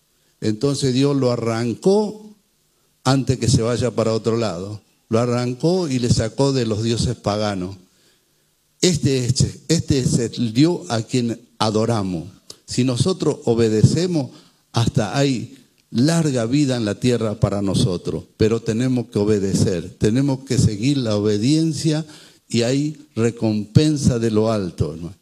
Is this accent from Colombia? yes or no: no; Chaco, Argentina; nosotros somos del Chaco